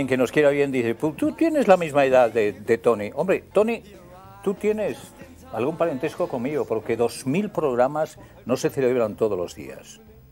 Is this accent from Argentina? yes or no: no; Ponferrada, Castile and León, Spain; now in Roda de Berà, Spain; la Virgen de la Encina, que es la patrona de mi tierra